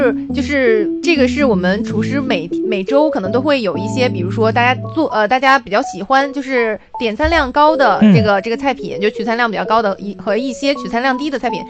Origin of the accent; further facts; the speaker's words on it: northern China, China; moved away; 但因为我是北方人啊